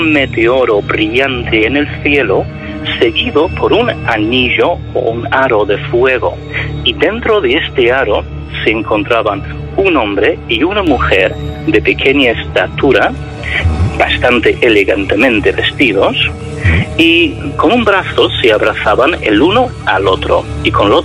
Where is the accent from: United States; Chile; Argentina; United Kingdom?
United Kingdom; moved away; soy británico